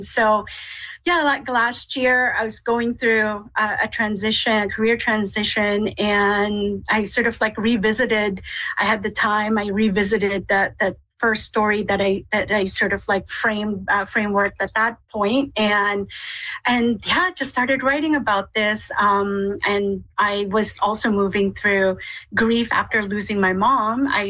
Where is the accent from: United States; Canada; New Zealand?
Canada; Manitoba; But with that, though, growing up in Manitoba, like all of those things there, like the landscapes, the crows and everything else, it became very much a part of how I see things.